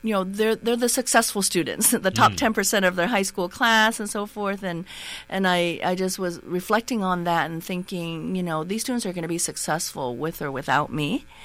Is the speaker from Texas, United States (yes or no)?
yes; Houston, Texas, United States; born there; also born or lived in Da Lat, Vietnam / Colorado; first started in Colorado with a sponsor family, and then eventually relocated to the Houston area, which is where I had my middle school, high school